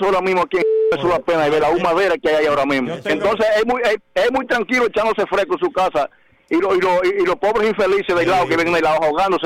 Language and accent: Spanish; Dominican Republic; Está bien, yo soy dominicano y creo que todo está normal